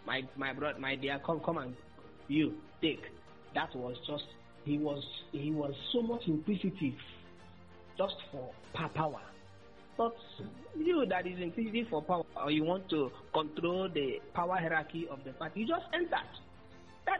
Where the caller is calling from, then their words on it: Aba, Abia, Nigeria; I'm calling from Abba.